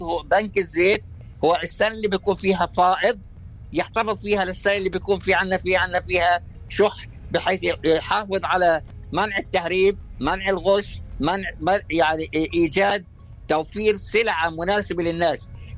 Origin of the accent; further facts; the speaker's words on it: Palestine; إحنا كشعب فلسطيني